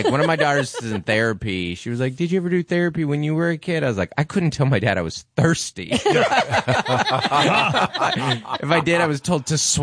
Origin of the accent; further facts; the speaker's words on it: Seattle, Washington, United States; Growing up in Seattle, I was like 20 years old and married and just like a rainy, dark road.